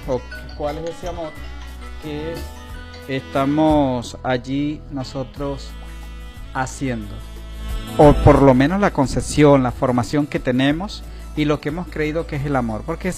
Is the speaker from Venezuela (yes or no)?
yes; Apure, Venezuela; Yo soy de Apure. Yo soy del municipio de José Antonio Páez.